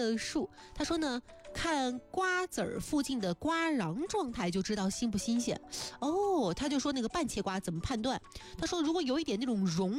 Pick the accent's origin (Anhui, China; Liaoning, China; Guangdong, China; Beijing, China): Anhui, China; Anqing; 在我小时候我在安庆嘛